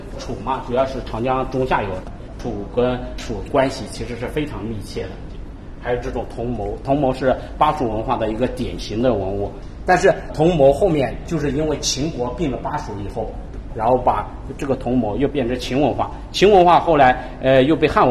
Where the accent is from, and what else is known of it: Jiangnan, China